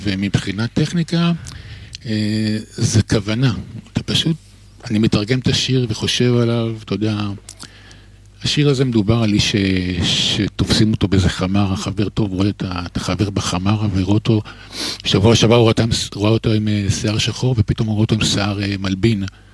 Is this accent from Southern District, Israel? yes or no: no; Kfar Saba, Central District, Israel; אני גדלתי בשכונה, אנחנו עיראקים, אבל שומעים ספרדית וטורקית ופרסית.